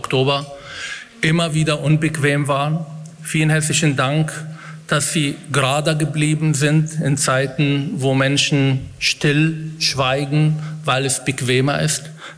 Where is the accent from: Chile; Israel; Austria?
Israel; now in Germany; als Israeli, als Betroffene, als jemand, der aus diesem Land stammt, als Palästinenser, als Moslem, als jemand, der in dieser Gesellschaft seine Heimat gefunden hat